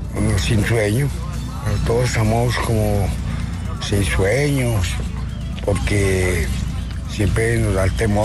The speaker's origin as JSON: {"language": "Spanish", "region": "Risaralda", "country": "Colombia", "tie": "born there", "said": "yo tengo 58 años, yo nací acá en esta ciudad."}